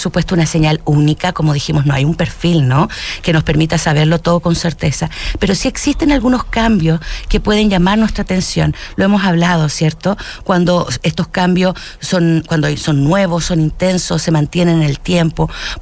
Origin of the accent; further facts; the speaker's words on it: Chile; yo creo que hasta culturalmente como chileno, que es preguntar directamente